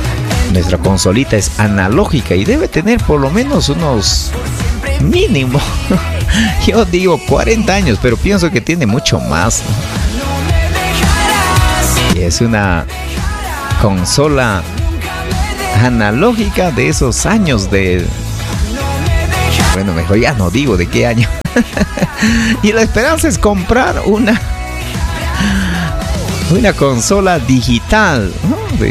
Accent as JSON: {"language": "Spanish", "town": "Vinchos", "region": "Ayacucho", "country": "Peru", "tie": "born there", "said": "también por Vinchos, que es mi tierra de nacimiento"}